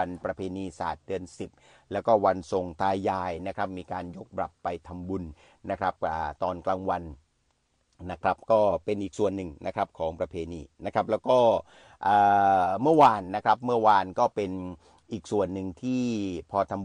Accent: Nakhon Si Thammarat, Thailand; วันนี้ผมกลับบ้านที่จังหวัดนครศรีธรรมราชนะครับ

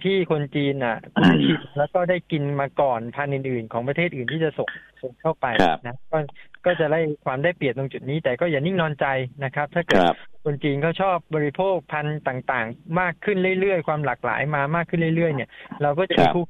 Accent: Rayong, Thailand

